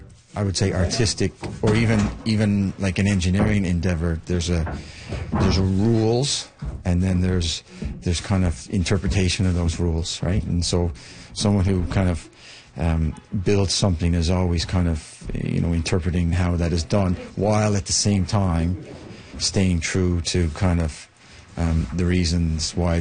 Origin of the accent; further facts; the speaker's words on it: Newfoundland and Labrador, Canada; I grew up in Newfoundland